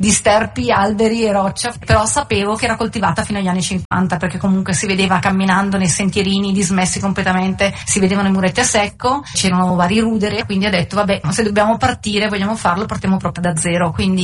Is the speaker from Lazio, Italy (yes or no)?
no; Ospitaletto, Lombardy, Italy; non sono originaria di qua, sono bresciana, sono di Ospitaletto. Vissuta per tantissimi anni all'estero